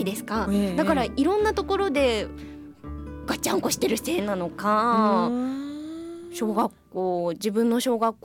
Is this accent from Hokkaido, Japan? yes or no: no; Koriyama, Fukushima, Japan; born there; が通ってた郡山市内の小学校